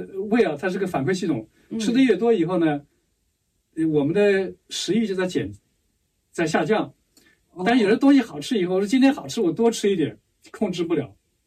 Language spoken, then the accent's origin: Chinese; China; 特别我们中国人吃东西讲究